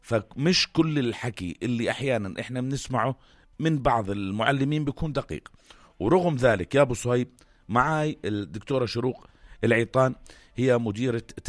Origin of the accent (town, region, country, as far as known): Jordan